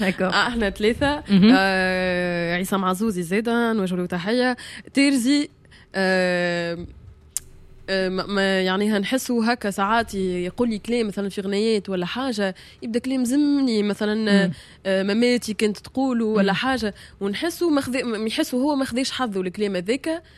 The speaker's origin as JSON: {"language": "Arabic", "town": "Tunis", "region": "Tunis Governorate", "country": "Tunisia", "tie": "born or raised there", "said": "الوالده تفهم شلحه ما تحكيش شلحه اما تربيت في سنتر فيل في تونس في سنتر فيل"}